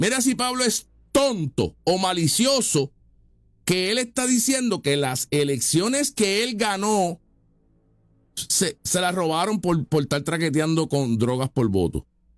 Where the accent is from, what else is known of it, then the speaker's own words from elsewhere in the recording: Puerto Rico; nosotros somos puertorriqueños, somos magas, somos conservadores